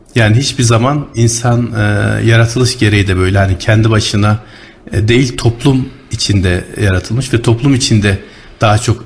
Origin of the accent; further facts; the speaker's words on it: Kayseri, Turkey; moved away as an adult; now in Uganda; aslen Ağrılıyım. Kayseri'de doğdum, büyüdüm. Şu anda Uganda'da bir sivil toplum kuruluşunda yöneticilik yapıyorum.